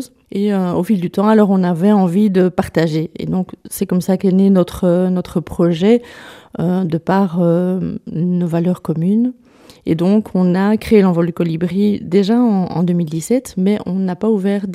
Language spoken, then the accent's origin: French; Namur, Wallonia, Belgium; Alors non, moi je suis namuroise, pure souche.